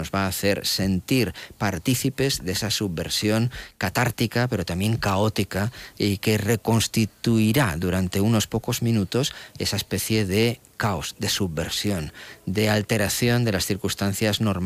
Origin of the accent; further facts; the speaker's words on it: Castile and León, Spain; los que somos de León lo sabemos